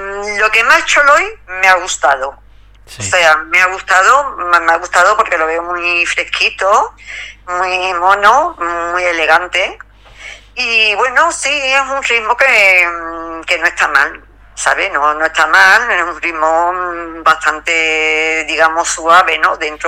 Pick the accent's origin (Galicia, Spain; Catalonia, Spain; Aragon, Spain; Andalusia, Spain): Andalusia, Spain; Seville; Soy de Sevilla, sí.